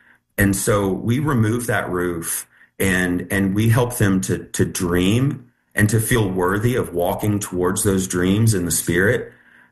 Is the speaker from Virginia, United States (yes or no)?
yes; Richmond, Virginia, United States; So I moved here from Richmond, Virginia, about a week after my high school graduation, with my mom and my dad and my daughter, who I had when I was 16. And we moved from the city of Richmond to Southwest Virginia.